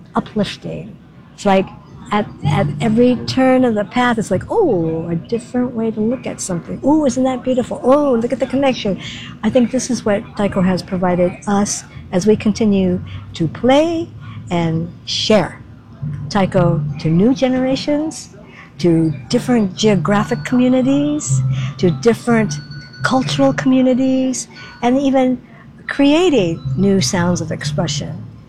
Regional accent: San Jose, California, United States; I am from San Jose, California, from one of the three remaining historic Japan towns in the nation.

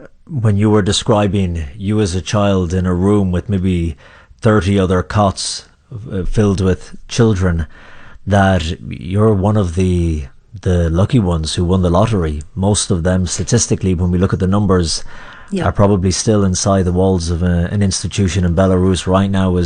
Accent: Ennis, Munster, Ireland; my hometown of Ennis in County Clare

